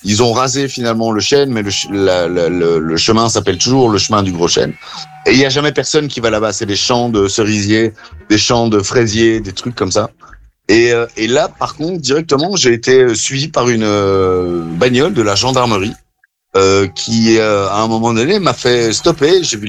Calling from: Belgium; je rentre en Belgique

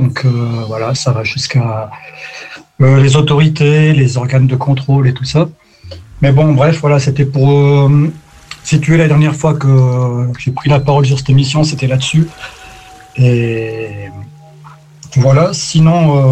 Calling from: Switzerland; Voilà, sinon, bon, ben moi je suis en Suisse

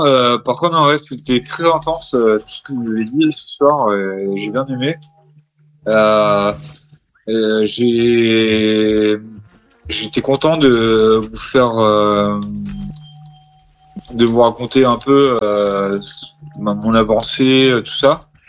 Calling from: Rostrenen, Brittany, France; chez moi à Rostrenin, dans le 22.

